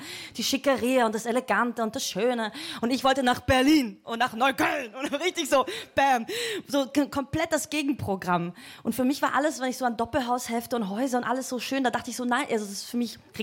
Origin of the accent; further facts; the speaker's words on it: Vienna, Austria; Weil ich bin in Wien geboren, aufgewachsen, aber halt beide Eltern Bulgaren.